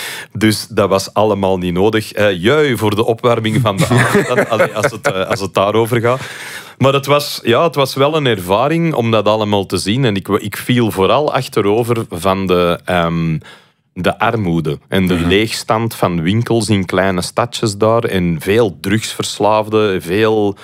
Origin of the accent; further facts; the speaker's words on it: the north of England, United Kingdom; Dutch is a second language; Ik ben eigenlijk naar het noorden van Engeland geweest, waar ik vandaan kom.